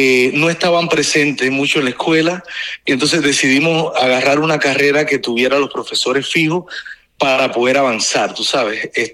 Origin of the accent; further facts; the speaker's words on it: Cuba; moved away as an adult; now in United States; Pues mira, yo soy cubano. Ya llevo ya unos años acá en Estados Unidos.